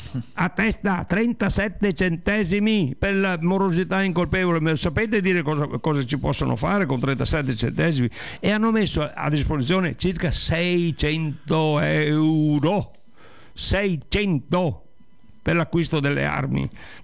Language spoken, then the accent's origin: Italian; Veneto, Italy; io non voglio lasciare il mio paese, il mio Veneto